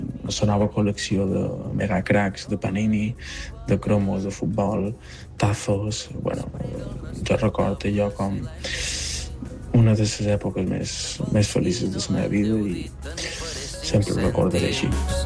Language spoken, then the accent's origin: Catalan; Pòrtol, Balearic Islands, Spain